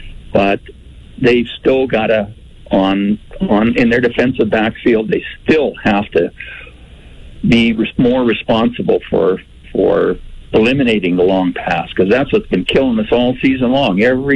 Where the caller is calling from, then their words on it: Edmonton, Alberta, Canada; I'm from Edmonton. I've lived here for 57 years